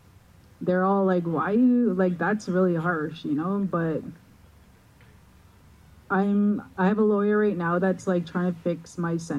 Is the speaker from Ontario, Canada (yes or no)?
no; Lillooet, British Columbia, Canada; moved away as an adult; I moved back from my hometown, Lillooet.